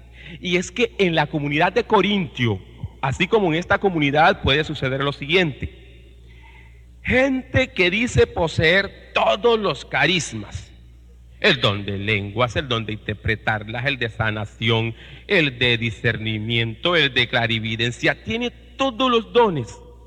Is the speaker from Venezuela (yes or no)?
no; Caribbean coast, Colombia; Yo sé porque soy de la costa atlántica. Yo sé porque soy de un pueblo.